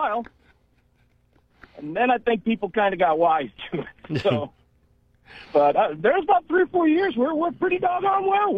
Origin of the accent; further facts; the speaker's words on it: Lakewood, United States; So, I grew up in Lakewood. And this was back when Lakewood, you know, was actually really kind of a cool little place.